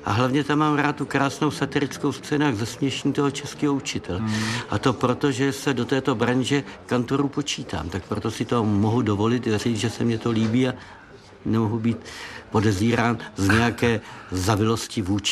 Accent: Prague, Czechia; oni mě na to koupili a viděli, že jsem z Prahy, takže mě to bylo velmi milé

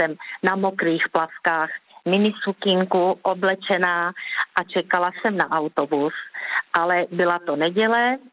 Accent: South Moravian Region, Czechia; jsem z Jižní Moravy od Hodonína z Podluží

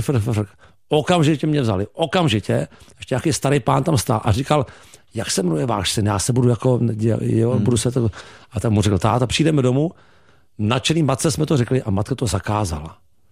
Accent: Prague, Czechia; born or raised there

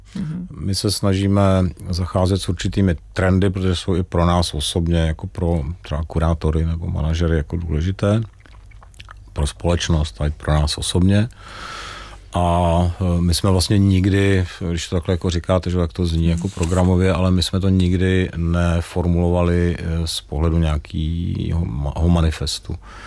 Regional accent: Aš, Karlovy Vary Region, Czechia; Já jsem teda z Aše

